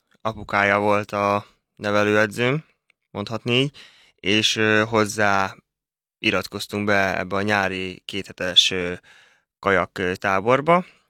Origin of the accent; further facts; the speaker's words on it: Szarvas, Békés, Hungary; also born or lived in Szentes; now in Budapest, Hungary; én Szentesen születtem, de ugye szarvasi lakos vagyok, ezáltal a Szenteshez igazából csak a születésem köthető semmi más, és egész gyerekkorom óta Szarvason éltem, még fel nem költöztem ugye Budapestre